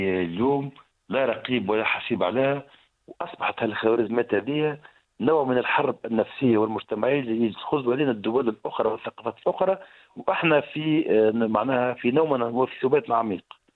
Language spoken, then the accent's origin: Arabic; Tunisia; عندنا في تونس